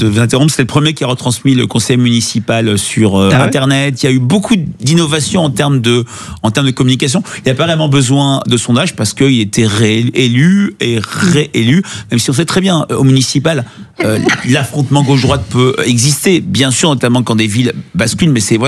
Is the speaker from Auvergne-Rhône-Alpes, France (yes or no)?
no; Issy-les-Moulineaux, Île-de-France, France; Alors moi, j'ai grandi à Issy-les-Moulineaux, donc c'est un souvenir très proche et émouvant pour beaucoup d'Issyens.